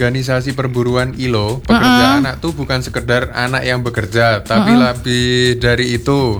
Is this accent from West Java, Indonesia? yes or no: no; Pacitan, East Java, Indonesia; moved away as an adult; now in Ponorogo, Indonesia; kalau aku sendiri aslinya sih dari Pacitan.